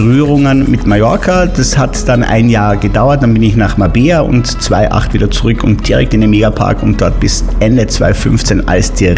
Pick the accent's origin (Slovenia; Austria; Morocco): Austria; moved away; Also ich bin Österreicher